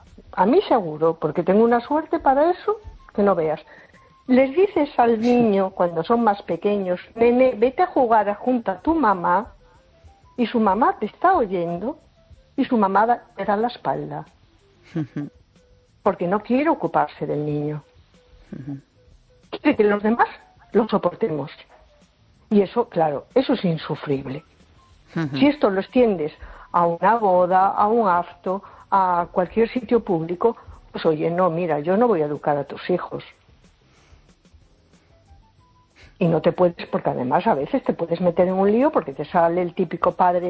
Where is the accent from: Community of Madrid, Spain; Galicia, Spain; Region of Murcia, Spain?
Galicia, Spain; A Coruña